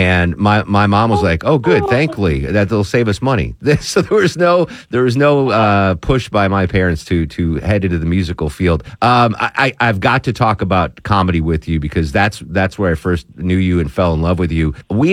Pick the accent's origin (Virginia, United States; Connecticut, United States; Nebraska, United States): Connecticut, United States; Torrington; So I come from Torrington, Connecticut. It's a small little hamlet. There wasn't much crime. It was just a nice little town. Mill town. Blue collar. You know, it was just a fantastic place to grow up.